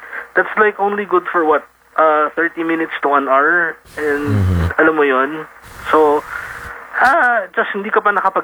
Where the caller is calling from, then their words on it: Imus, Calabarzon, Philippines; dito sa amin sa Imus Cavite.